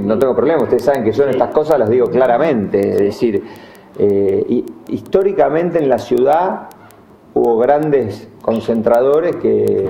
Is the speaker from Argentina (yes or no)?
yes; Argentina; nosotros estábamos muy acostumbrados como argentinos